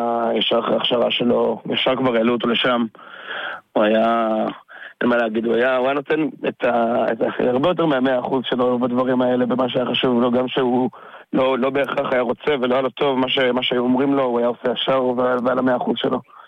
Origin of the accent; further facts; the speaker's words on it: Hod HaSharon, Central District, Israel; born there; בתיכון מסינזון, בהוד השרון.